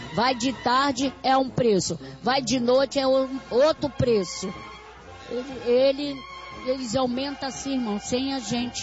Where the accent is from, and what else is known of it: Cantagalo, Rio de Janeiro, Brazil